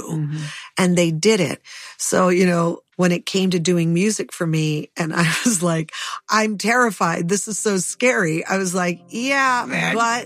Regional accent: Los Angeles, California, United States; I grew up in the Hollywood Hills. I thought it was like, I climbed the hills all the time.

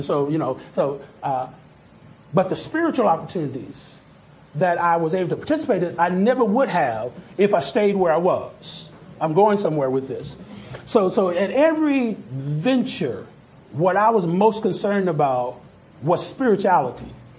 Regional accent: Mississippi, United States; also born or lived in Houston, United States / Oklahoma City, United States; I think growing up in Mississippi, it may have snowed once that I can remember in my growing up years, in 20 years. Now, of course, we moved to Houston, moved to Oklahoma City.

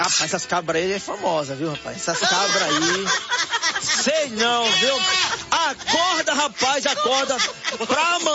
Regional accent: Piauí, Brazil; Eu tô achando que lá no meu estado, Piauí, o povo tá começando a acordar meio dia, viu?

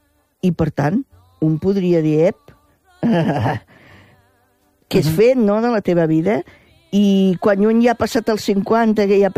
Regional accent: Reus, Catalonia, Spain; Jo era alumna de les Domèniques de la Presentació a Reus, que a més sóc de Reus

